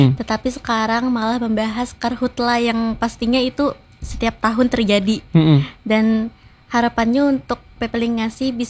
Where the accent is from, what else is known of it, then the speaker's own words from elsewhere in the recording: Banjarmasin, South Kalimantan, Indonesia; kita sebagai warga Banjarmasin.